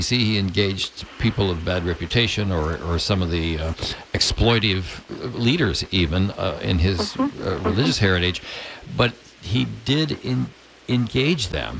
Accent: Shreveport, Louisiana, United States; born there; also born or lived in Ohio; I grew up in, we moved from Ohio to Shreveport, Louisiana in the 1950s, and so I saw and experienced a lot of this.

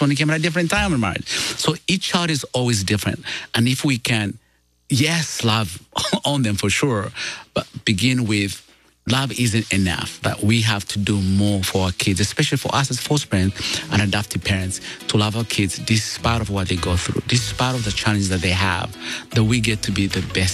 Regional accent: Uganda; born or raised there

